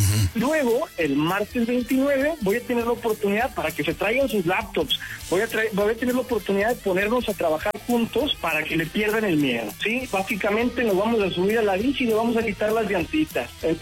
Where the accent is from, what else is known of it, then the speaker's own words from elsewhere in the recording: Mexico; Muy contento como mexicano, como latino